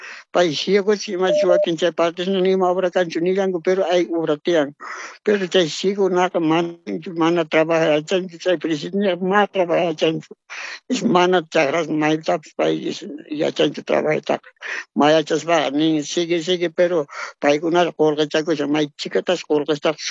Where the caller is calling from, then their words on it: Bolivia; Yo estoy llamando … de Quilpaya.